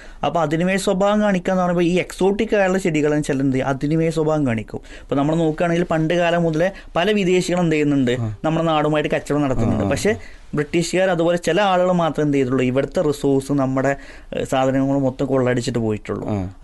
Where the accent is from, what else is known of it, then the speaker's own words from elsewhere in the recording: Mampad, Kerala, India; ഞാൻ ജനിച്ചത് മലപ്പുറം ജില്ലയിലെ നിലമ്പൂരടുത്ത് മമ്പാട് പന്തലിംഗ് എന്ന് പറഞ്ഞ സ്വദേശത്താണ്.